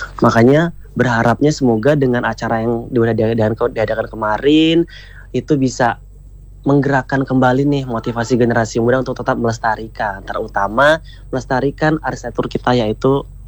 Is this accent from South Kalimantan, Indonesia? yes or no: no; Lampung, Indonesia; warisan kita, warisan leluhur kita, orang Lampung